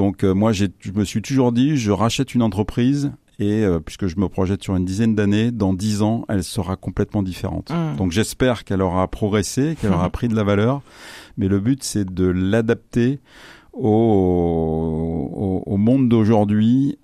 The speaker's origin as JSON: {"language": "French", "region": "Normandy", "country": "France", "said": "je suis normand, j'ai 59 ans"}